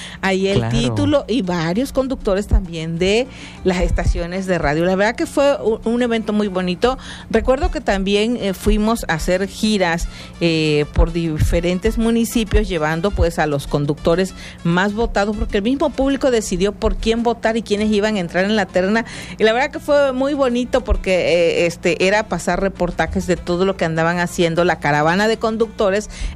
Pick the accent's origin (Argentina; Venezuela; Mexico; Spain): Mexico; Comalcalco, Tabasco; en la plaza pública de mi pueblo, allá en Comalcalco, Tabasco.